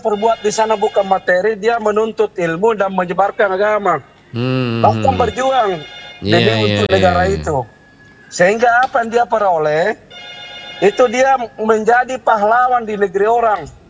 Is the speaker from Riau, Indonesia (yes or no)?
no; South Sulawesi, Indonesia; Contohnya kita punya pendahulu orang Sulsel ya, itu Syekh Yusuf, ya, itu Syekh Yusuf itu kita orang Bugis Makassar itu